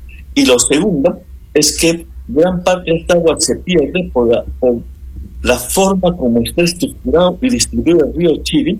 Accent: Arequipa, Peru; Yo soy de Arequipa, cuando era niña

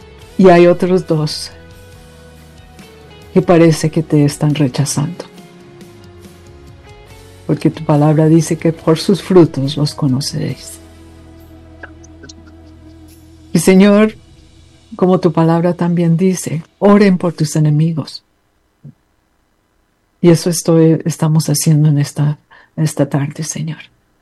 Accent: Colombia

